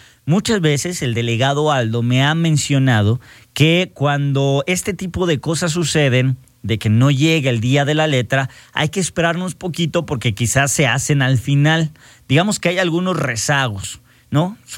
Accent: Ojuelos de Jalisco, Jalisco, Mexico; now in Aguascalientes, Mexico; gracias por querer a mi tierra también. Vivo Ojuelos, Jalisco, cómo no. Y gracias a toda la gente que me escribe, que sabe que soy de allá

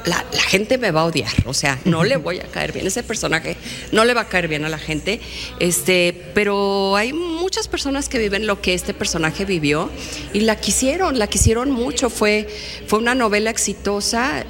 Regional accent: Aguascalientes, Mexico; born or raised there; moved away as an adult

